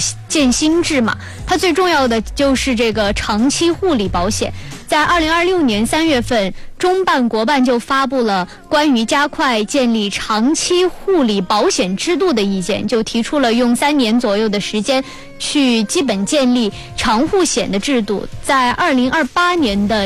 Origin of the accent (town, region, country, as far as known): Chongqing, China